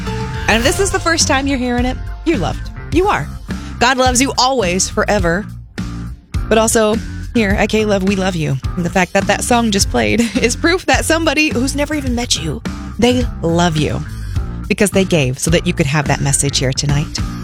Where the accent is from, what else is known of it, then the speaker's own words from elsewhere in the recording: Kansas, United States; Springville, it's because I'm from Kansas.